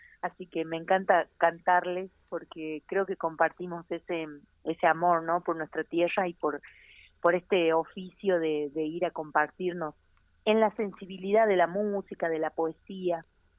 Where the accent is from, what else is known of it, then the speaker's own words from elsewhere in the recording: Catamarca, Argentina; en mi tierra, en Catamarca tenemos una relación con la tierra total.